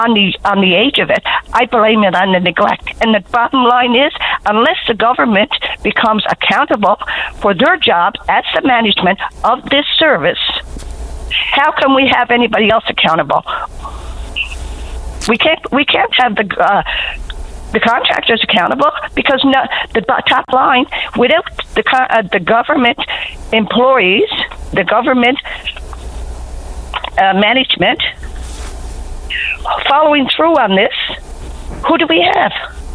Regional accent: Fort McMurray, Alberta, Canada; when I came to Belle Island, I came from Fort McMurray, Alberta.

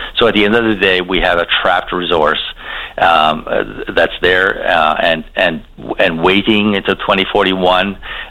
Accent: Carbonear, Newfoundland and Labrador, Canada; You know, growing up in Carbonear, you know, when I became aware of understanding a little bit about economics, and the topic of Churchill Falls ever came up.

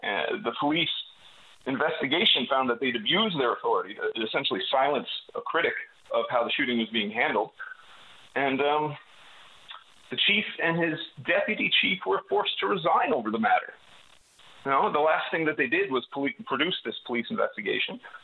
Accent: Goose Bay, Newfoundland and Labrador, Canada; I'm from Goose Bay, Labrador.

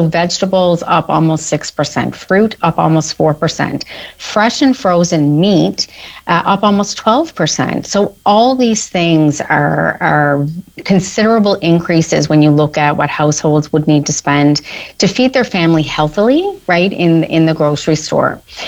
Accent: Newfoundland and Labrador, Canada; as every Newfoundlander and Labradorian knows, we often find ourselves paying even more than other parts of the country. And this is due to covering costs of transporting food here in Newfoundland and Labrador.

